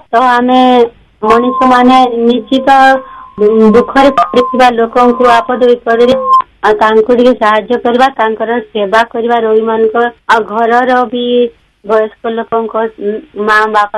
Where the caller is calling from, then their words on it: Bargarh, Odisha, India; ଅପା ମୁଁ ବରଗଡ଼ରୁ